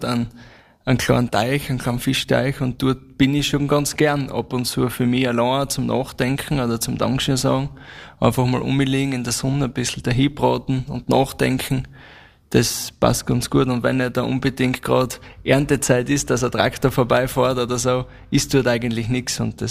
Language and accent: German; Mettersdorf, Styria, Austria; Also ich komme ja aus Mettersdorf, das ist ein Teil von der Marktgemeinde Steins